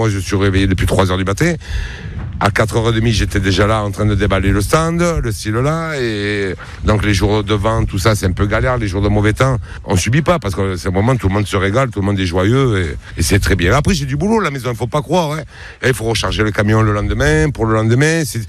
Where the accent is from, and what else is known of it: La Seyne-sur-Mer, Provence-Alpes-Côte d'Azur, France; born or raised there; also born or lived in Toulon